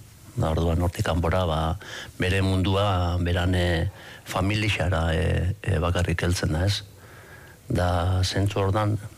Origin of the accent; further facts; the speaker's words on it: Bergara, Basque Country, Spain; Bergaratik nator, Markelen aita naiz.